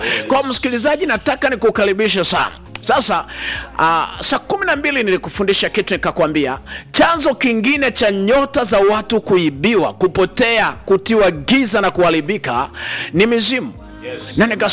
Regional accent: Iringa, Tanzania; born there; moved away as an adult; now in Dar es Salaam, Tanzania; Nimetokea Dar es Salaam, nimekuja mpaka Iringa mjini, japo ni mwenyeji wa Iringa tu, ninalo kanisa hapa Iringa, nina washirika wengi pale Mafinga na hata Ilula pia nina washirika wengi sana. Nimekaa hapa Iringa takriban miaka 10

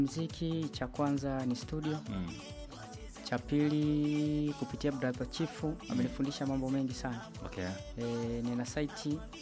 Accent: Bukoba, Kagera, Tanzania; also born or lived in Musoma; Kwanza mimi ni mtu wa Bukoba. Tumekaa sana Msoma.

